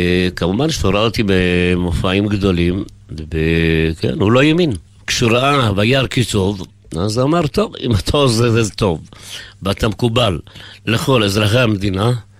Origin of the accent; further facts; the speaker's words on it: Ramat HaSharon, Tel Aviv District, Israel; born there; אני נולדתי במורשה ברמת השרון.